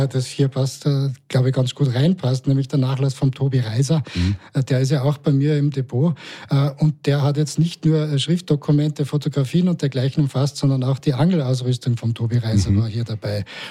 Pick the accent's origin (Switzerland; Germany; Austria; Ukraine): Austria; Carinthia; moved away as an adult; now in Salzburg, Austria; Ich komme ursprünglich aus Kärnten, mich hat es dann studientechnisch hierher verschlagen nach Salzburg, 2004 schon, habe da Geschichte studiert und Kommunikationswissenschaft